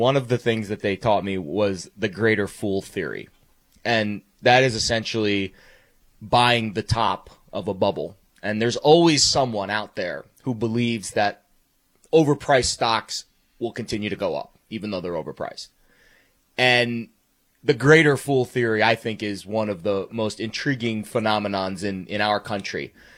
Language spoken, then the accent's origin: English; United States; It's baked into our DNA as Americans.